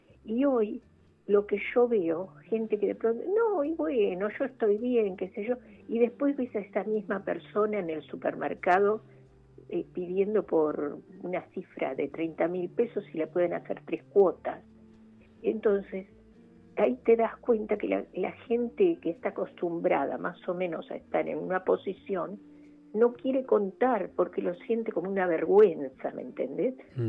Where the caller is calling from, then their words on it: Buenos Aires, Argentina; de Belgrano.